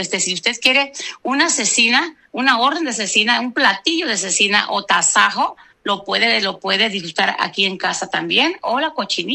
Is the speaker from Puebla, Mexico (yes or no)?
no; Oaxaca, Mexico; moved away; del estado de Oaxaca, lo que es mi pueblo